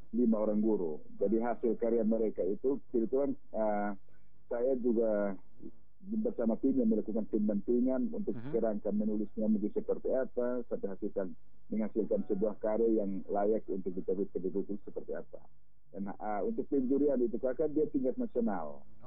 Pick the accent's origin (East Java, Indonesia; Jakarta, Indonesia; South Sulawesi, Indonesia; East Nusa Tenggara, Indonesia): East Nusa Tenggara, Indonesia; South Central Timor; born there; hasil asesmen nasional khusus di tempat kelahiran saya di Kabupaten TTS itu Kakak sering jadi kabupaten terakhir